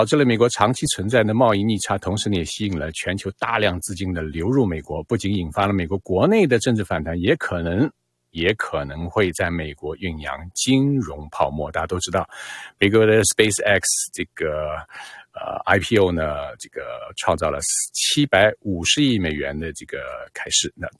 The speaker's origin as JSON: {"language": "Chinese", "country": "Canada", "said": "所以作为加拿大人来讲，我们加拿大央行行长在昨天公开讲了这么一段话"}